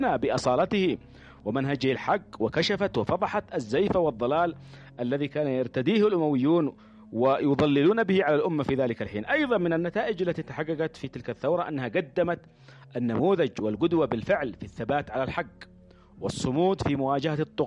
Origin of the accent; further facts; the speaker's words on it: Yemen; نحن نرى في أنفسنا كيمنيين، اليمنيون الأحرار يرون في أنفسهم